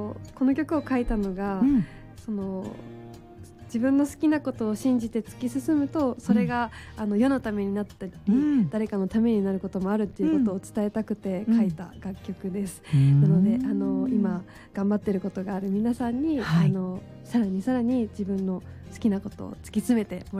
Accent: Fukui, Japan; 地元の福井県 に、あの、うん、サンドームっていうドームがあるんですけど、

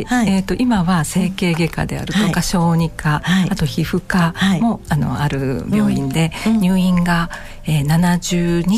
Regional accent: Tokushima, Japan; also born or lived in Nagano; 徳島県徳島市生まれで、うんうん、徳島育ちの、うん、あの現在55歳になります。

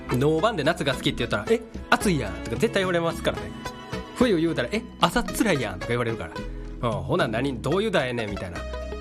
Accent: Kishiwada, Osaka, Japan; 僕の出身ね大阪岸和田市

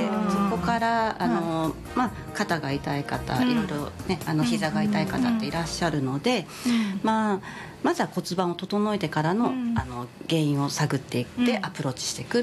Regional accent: Kitamoto, Saitama, Japan; 場所的には、はい、まあ、北本市 で、うん、で自宅の私の、うん、自宅の裏に、うん、あの私の実家があるんですけれども、

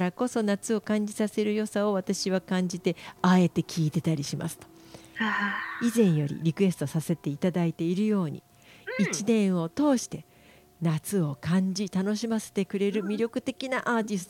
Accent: Koshigaya, Saitama, Japan; 海のない埼玉県越谷市で生まれ育った私は海に憧れてました。

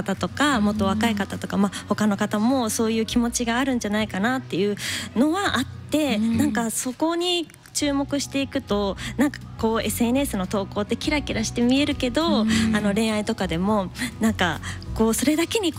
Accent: Nagaoka, Niigata, Japan; 私の地元新潟県の長岡の音楽食堂にて

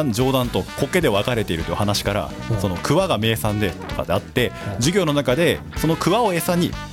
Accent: Sagamihara, Kanagawa, Japan; 僕は神奈川県相模原市なんですけども

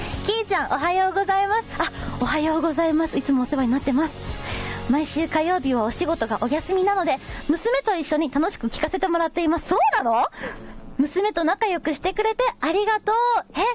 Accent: Taketoyo, Aichi, Japan; moved away; 私は今日そう竹豊に帰ります。竹豊っていうのが私の地元である愛知県知多半島にある竹豊町というところなんですけど

